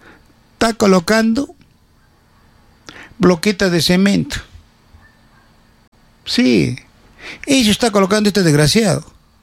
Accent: Cerro Colorado, Arequipa, Peru; born there; Yo soy nacido en Cerro Colorado, soy cerreño de nacimiento.

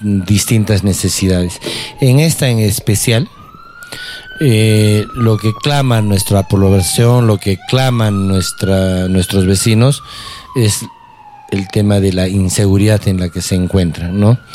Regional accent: Arequipa, Peru; born there; Mis vecinos pueden dar fe de que vivo en UPIS paisajista toda mi vida. Yo nunca he cambiado, desde que he sacado mi DNI, nunca he cambiado de dirección domiciliaria, siempre he vivido en la UPIS. Por razones de trabajo, temporalmente en algunos momentos me he alejado, pero no he dejado de vivir.

